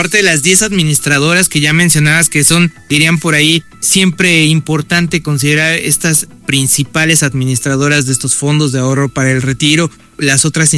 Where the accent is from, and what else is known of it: Mexico